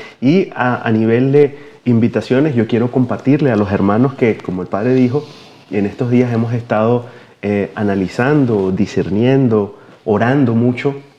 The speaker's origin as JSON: {"language": "Spanish", "country": "Venezuela", "moved": "yes", "lives_now": "United States", "said": "Yo, aunque vivo en Estados Unidos, pues sigo añorando y anhelando mi país, Venezuela."}